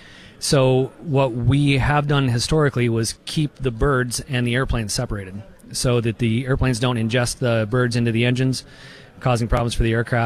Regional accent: Park Rapids, Minnesota, United States; moved away as an adult; also born or lived in Winona, Minnesota / Idaho; now in Grand Forks, United States; I I grew up in Park Rapids, Minnesota, was stationed at Grand Forks Air Force Base while I was in the Air Force starting in the 90s, made my way back here.

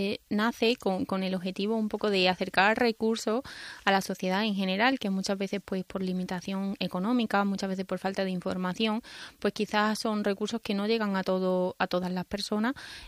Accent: Mérida, Extremadura, Spain; ya que nosotros somos una familia de Mérida

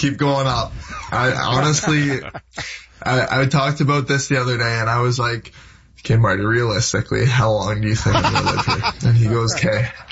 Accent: Ontario, Canada; Everyone knows Toronto more than Hamilton. So, you know, when I'm in New York and they're like, where are you from? I'm always like, I'm from Toronto.

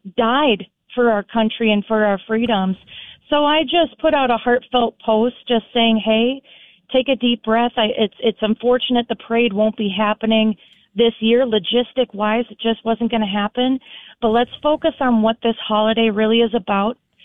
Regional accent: Alexandria, United States; I am. I consider that my hometown. My parents are still there, and we frequent there quite a bit.

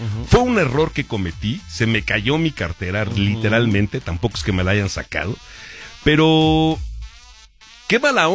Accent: Mexico; y esta unión que de pronto decimos y alardeamos tanto de que somos los mexicanos, se queda en eso, solo en frases, ¿no?

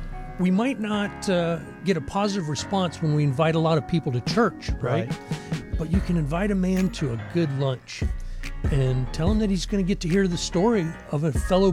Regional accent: Florida, United States; He grew up in my hometown in South Florida.

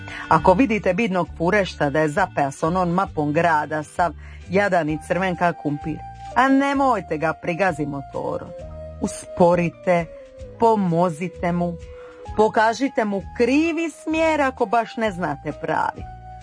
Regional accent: Split, Split-Dalmatia County, Croatia

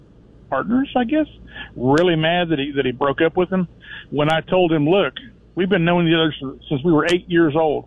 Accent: Compton, California, United States; moved away; I'm from Compton. Buddy. I'm from Compton originally.

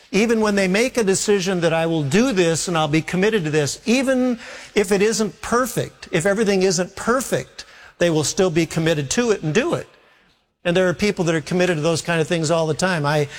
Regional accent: Minneapolis, Minnesota, United States; and I'm from Minneapolis, but I have never, ever been colder in all of my life.

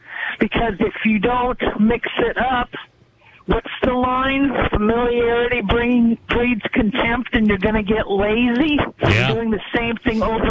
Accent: South Dakota, United States; now in Sioux Falls, United States; I grew up in the Black Hills, and we always mixed it up.

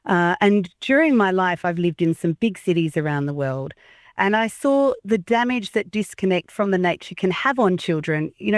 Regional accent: South Australia, Australia; Well, I guess I grew up on Arkaba Station, which was around 250 square kilometres.

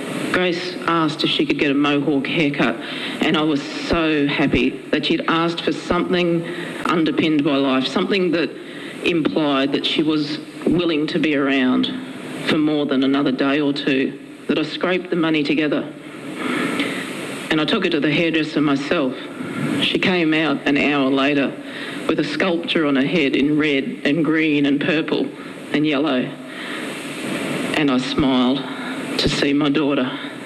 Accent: Logan, Queensland, Australia; growing up in Logan

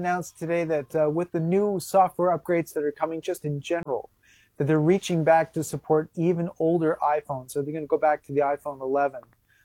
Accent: Canada; it's weird being Canadian because we're kind of in between the UK and the American experience.

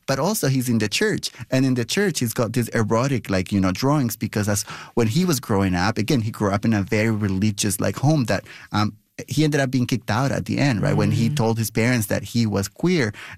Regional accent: Cuscatlán, El Salvador; English is a second language; I was born in rural El Salvador. I was born in the West, which is Cuscatlan, right? It's the much, you know, it's a very Indigenous and black, like, part of El Salvador. And so I come from there.

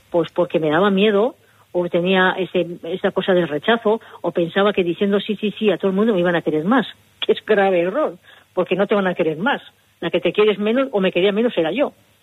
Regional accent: San Sebastián, Basque Country, Spain; Yo le llamo Biblioteca Juan San Martín, yo no conozco, soy de Donosti.

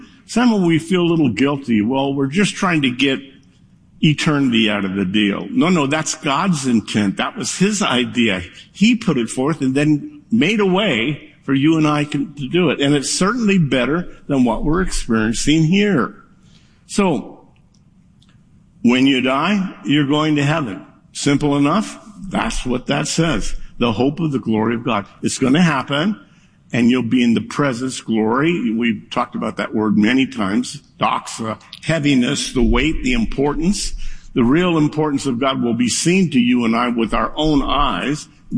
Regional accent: United States; accent: American; I am an American. I don't speak Greek.

